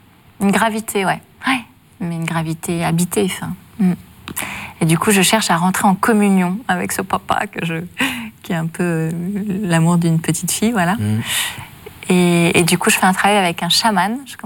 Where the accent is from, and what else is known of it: Paris, Île-de-France, France